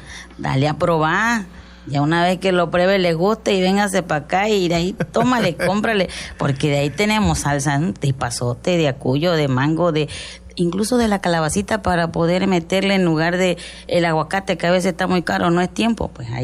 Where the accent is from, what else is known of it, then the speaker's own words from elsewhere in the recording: Mexico; usted sabe que somos mexicanos